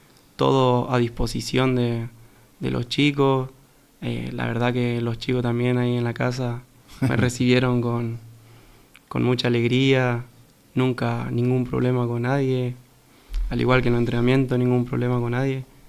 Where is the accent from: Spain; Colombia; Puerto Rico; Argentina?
Argentina; Hermoso Campo, Chaco; now in Chile; Yo soy de Argentina, del Chaco, un pueblito llamado Hermoso Campo, que está como al norte más o menos de la Argentina.